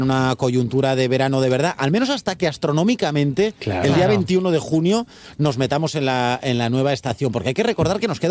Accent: Asturias, Spain; Claro, somos protestones, los asturianos, pues somos repunantucos, entonces protestamos siempre por todo

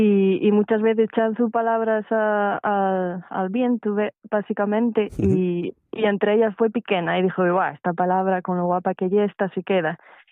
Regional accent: Corias, Asturias, Spain; also born or lived in Xedret; yo nací en Corias, tengo que decirlo para que nadie se me enfade, y fue cuando yo pasaba para el instituto que nos mudamos para Xedret.

